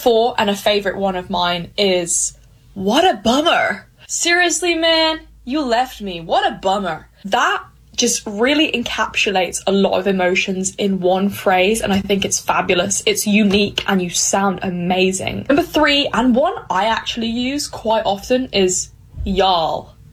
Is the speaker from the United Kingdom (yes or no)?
yes; United Kingdom; These are a list of my favorite American phrases as a British person.